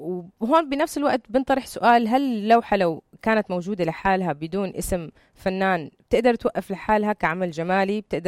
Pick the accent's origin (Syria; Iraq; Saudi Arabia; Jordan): Jordan; عندنا بالأردن